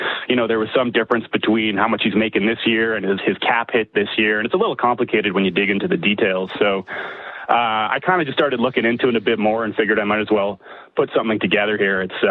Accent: Winnipeg, Manitoba, Canada; now in Calgary, Canada; I was born and raised in Winnipeg. I live in Calgary now, but I've followed the Jets ever since

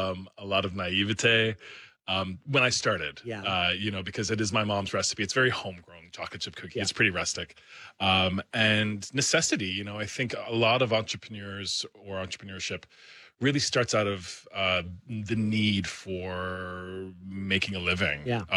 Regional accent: Newfoundland and Labrador, Canada; I'm from Newfoundland.

